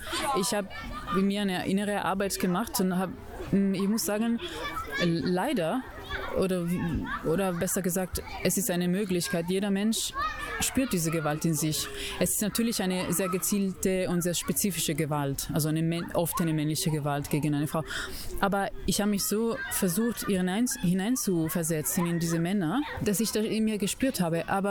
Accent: Italy; Wir sind alle aus verschiedenen Ländern. Ich bin aus Italien

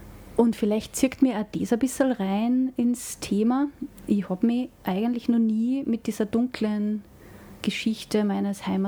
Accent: Ebensee, Upper Austria, Austria; Ich bin aus Ebensee, ich bin aus der Gegend.

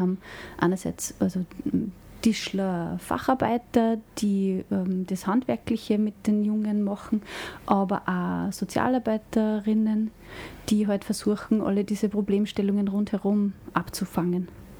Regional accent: Ebensee, Upper Austria, Austria; Ich bin aus Ebensee, ich bin aus der Gegend

